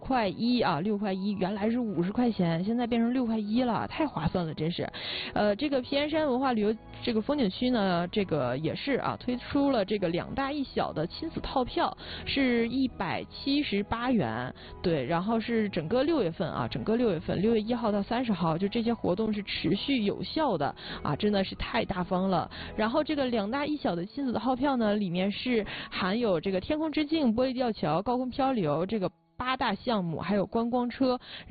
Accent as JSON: {"language": "Chinese", "country": "China", "moved": "yes", "lives_now": "Yanji, China"}